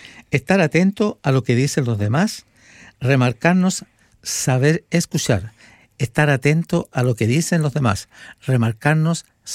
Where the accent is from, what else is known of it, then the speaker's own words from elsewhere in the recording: Santiago, Santiago Metropolitan Region, Chile; moved away; nosotros los que somos de Santiago, somos santiaguinos.